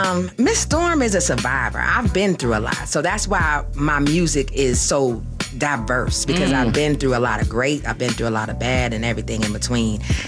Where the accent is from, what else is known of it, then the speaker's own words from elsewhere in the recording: Warren, Ohio, United States; now in Georgia, United States; I'm from Warren, Ohio, a little small town, real small country town in Ohio, northern Ohio. 5 minutes from Youngstown, 15 minutes from Akron, 20 minutes from Cleveland.